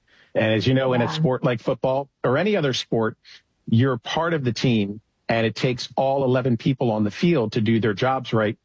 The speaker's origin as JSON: {"language": "English", "town": "Wilmington", "region": "Delaware", "country": "United States", "tie": "born or raised there", "also_born_or_lived": "Pennsylvania", "moved": "yes", "lives_now": "Delaware County, Pennsylvania, United States"}